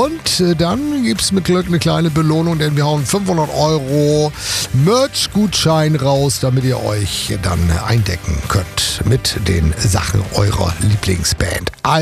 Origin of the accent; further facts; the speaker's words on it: Lower Saxony, Germany; Er spricht nämlich von der Music Hall in Worpswede. Das ist in der Nähe meiner alten Heimat.